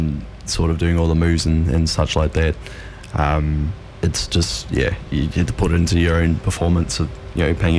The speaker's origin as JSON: {"language": "English", "country": "New Zealand", "tie": "born or raised there", "said": "Yes, born and raised in New Zealand."}